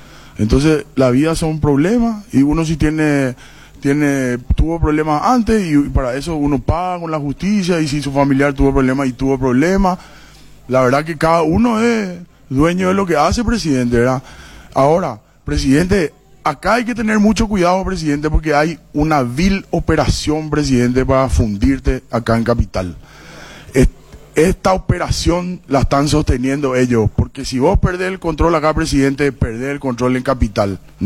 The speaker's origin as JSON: {"language": "Spanish", "country": "Paraguay", "said": "todos somos paraguayos acá."}